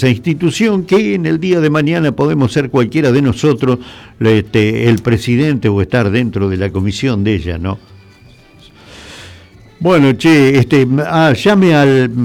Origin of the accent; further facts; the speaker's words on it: Argentina; Somos argentinos